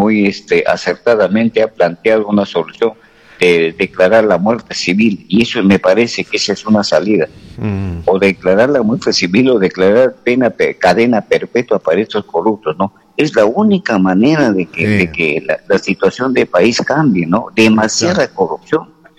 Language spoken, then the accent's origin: Spanish; Peru; lo que más nos conviene como peruanos